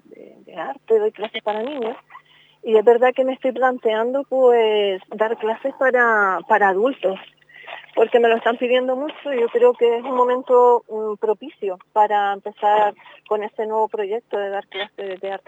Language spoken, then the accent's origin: Spanish; Teror, Canary Islands, Spain; Orgullo porque soy, como dijiste, de Teror. Teror es mi pueblo, esta es mi fiesta, es tradición, es familia, es lo que vivo desde siempre, lo que seguiré viviendo y lo que viven mis hijas.